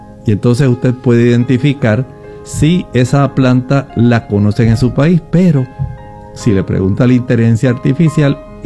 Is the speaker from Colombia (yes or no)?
yes; Colombia; cómo se le conoce a la planta rusco en mi país, en Colombia